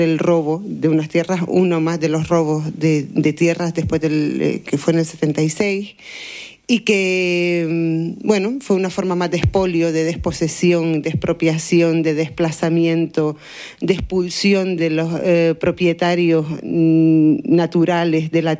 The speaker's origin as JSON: {"language": "Spanish", "region": "Canary Islands", "country": "Spain", "said": "para mí como canaria"}